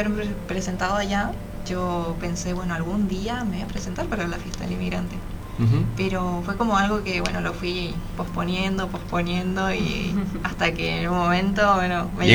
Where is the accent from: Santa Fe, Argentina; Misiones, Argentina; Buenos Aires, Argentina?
Misiones, Argentina; Jardín América; also born or lived in Puerto Rico, Misiones; Yo soy oriunda de Jardín América. Por un tiempo viví en Puerto Rico porque estudié por allá, pero ahora estoy de vuelta por Jardín.